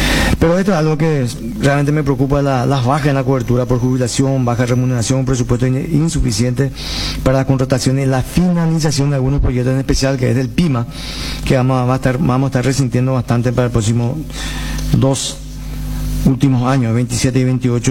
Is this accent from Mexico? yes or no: no; Paraguay; todos nosotros como paraguayos